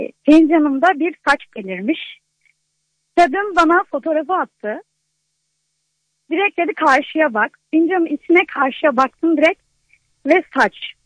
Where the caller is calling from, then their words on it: Kocaeli, Turkey; Kocaeli'den arıyorum.